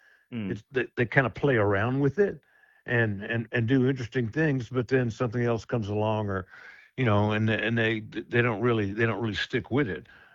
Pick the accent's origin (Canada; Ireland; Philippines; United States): United States; the South; And growing up in the South, it's like in the South, the Civil War almost never ended.